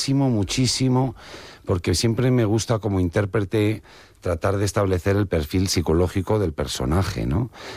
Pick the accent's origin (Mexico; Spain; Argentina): Spain; y que luego nos da mucha esencia de lo que somos como españoles